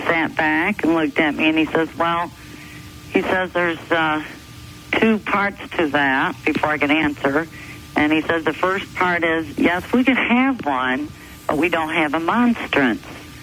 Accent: New York, United States; I'm from New York, Mother.

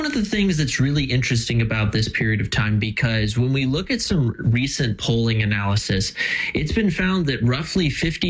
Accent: United States; I'm a constitutionalist. I'm an American.

